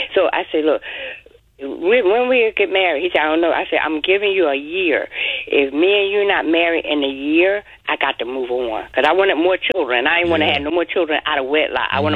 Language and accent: English; Philadelphia, Pennsylvania, United States; I just started like 2 months ago, and I'm from Philadelphia.